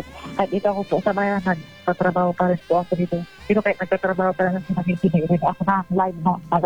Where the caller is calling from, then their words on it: Quezon, Palawan, Philippines; Taga Quezon po.